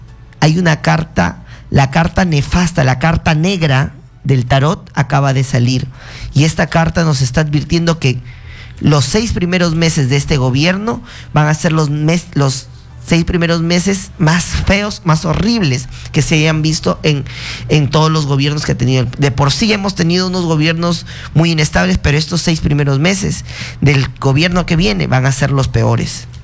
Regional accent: Peru; y hablo ahora como peruano, ¿no?

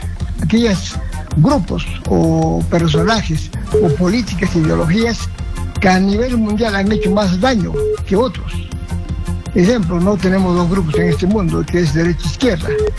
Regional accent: Puno, Peru; Yo soy natural de Puno.

